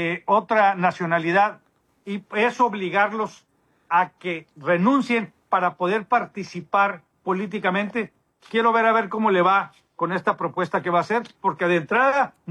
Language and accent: Spanish; Mexico; also born or lived in United States; Yo soy mexicano por nacimiento, a pesar de que haber nacido en Estados Unidos, con que uno de mis padres sean mexicanos, soy ya mexicano en nacimiento.